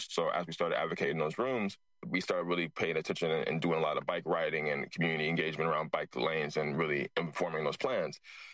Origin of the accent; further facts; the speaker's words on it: Los Angeles, California, United States; I grew up in South LA and I'm born in Angela, very, very much diehard Angeleno here, and was born and raised in a community where issues of displacement, gentrification were starting to come to the forefront.